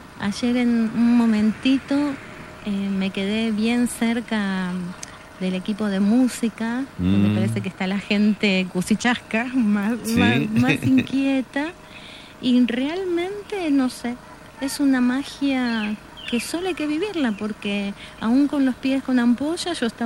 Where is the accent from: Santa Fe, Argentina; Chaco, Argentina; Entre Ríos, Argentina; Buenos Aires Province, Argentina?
Entre Ríos, Argentina; born there; also born or lived in Buenos Aires; now in Belén, Argentina; vengo de Entre Ríos. En realidad nací en Entre Ríos. Viví en Buenos Aires. Ahora estoy viviendo en Belén, Catamarca.